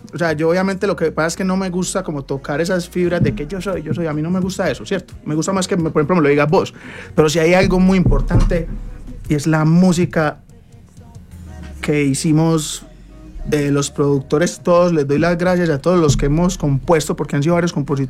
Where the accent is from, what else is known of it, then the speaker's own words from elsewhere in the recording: Envigado, Antioquia, Colombia; Yo crecí en un barrio en Envigado y aún vivo en Envigado. En otro lugar, pero allá mismo. Allá quiero que me saquen con los pies por delante, bro. Yo me fui a vivir a Estados Unidos 6 meses.